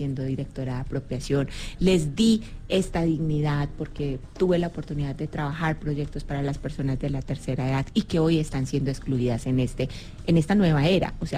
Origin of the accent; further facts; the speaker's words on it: Yacopí, Cundinamarca, Colombia; Y en este transitar de mi vida, crecí en Yacopí, Cundinamarca, que también queda a 6 horas